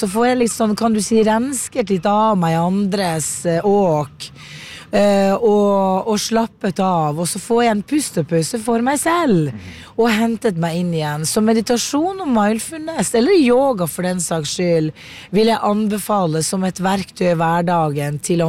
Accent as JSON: {"language": "Norwegian", "town": "Hattfjelldal", "region": "Nordland", "country": "Norway"}